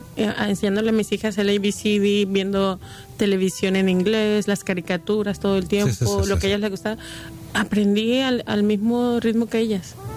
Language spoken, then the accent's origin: Spanish; Mexico; moved away as an adult; now in Salt Lake City, United States; En el año 99, vengo de México, llego a Salar City y sí, no había casi nada.